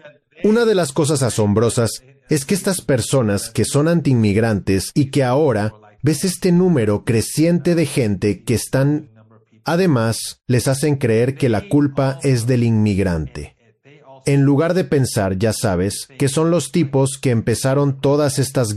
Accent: Tehran, Tehran Province, Iran; Me crié en Teherán. Me gusta vivir en Teherán, a pesar de todos los problemas que tiene como megalópolis. Porque mis amigos están aquí, mi familia está aquí, mis parientes están aquí.

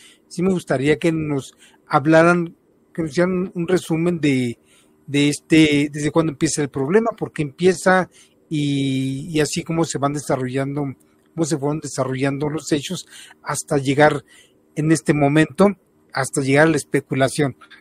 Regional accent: Chihuahua, Mexico; born there; moved away; así era en mi pueblo, ¿eh? En Chihuahua

